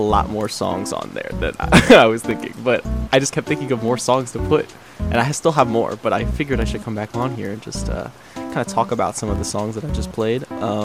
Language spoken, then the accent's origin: English; United States; I'm from America